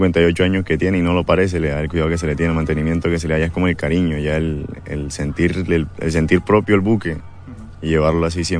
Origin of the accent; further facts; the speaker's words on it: Cartagena, Bolívar, Colombia; Yo soy de Cartagena.